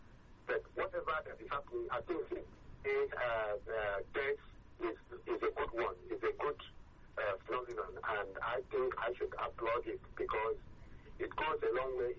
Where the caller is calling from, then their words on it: Nigeria; I'm calling from Bagada.